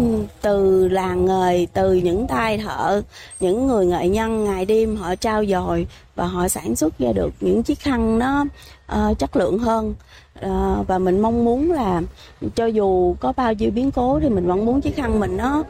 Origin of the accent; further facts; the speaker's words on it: Dong Thap, Vietnam; tôi mong muốn được mọi người biết đến nhiều hơn về cái làng nghề quê tôi.